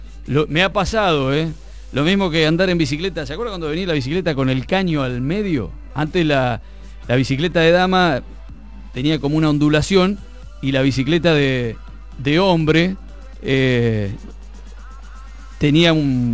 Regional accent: Argentina; Recuerdo también en mis años de niño en Bedia

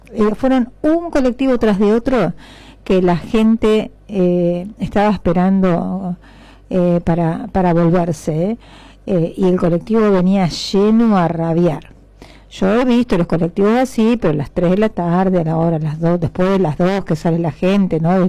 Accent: Argentina; Como los argentinos somos tan, tan futboleros

